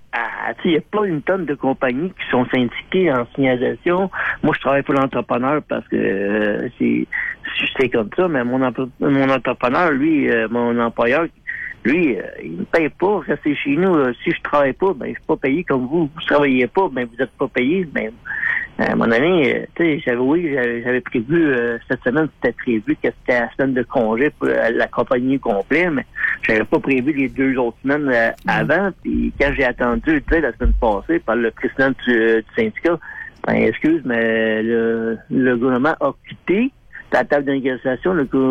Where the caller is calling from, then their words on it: Longueuil, Quebec, Canada; m'en retourne vivre chez nous à Longueuil.